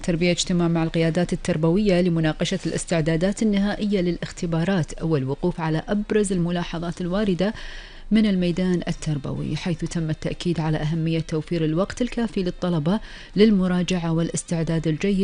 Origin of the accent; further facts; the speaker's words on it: Kuwait; ورح نتكلم عن آخر الأخبار والمستجدات في ديرتنا الحبيبة الكويت.